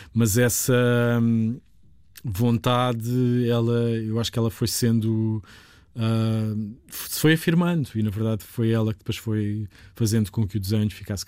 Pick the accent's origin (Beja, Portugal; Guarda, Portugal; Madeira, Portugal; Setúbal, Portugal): Setúbal, Portugal; Sesimbra; also born or lived in Lisbon; eu sou de Sesimbra, nasci em Lisboa, mas toda a minha vida, toda a minha infância e juventude foi passada em Sesimbra.